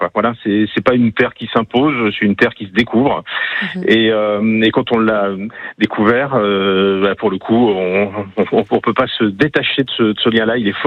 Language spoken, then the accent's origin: French; Lury-sur-Arnon, Centre-Val de Loire, France; moved away; also born or lived in Vierzon; je suis né à Vierzon. J'ai passé surtout mon enfance à côté de Vierzon, à 10 km de Vierzon, à Lury-sur-Arnon. C'est ma terre familiale, voilà, à laquelle je suis très attaché. C'est un peu mon point d'équilibre où je reviens, où il y a encore ma famille aussi.